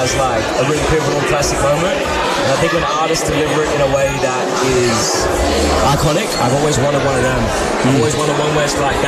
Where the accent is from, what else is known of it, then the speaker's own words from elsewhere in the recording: Bowraville, New South Wales, Australia; I come from Bowerville Mission